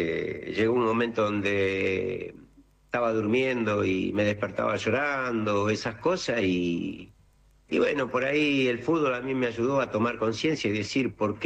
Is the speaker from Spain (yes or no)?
no; Argentina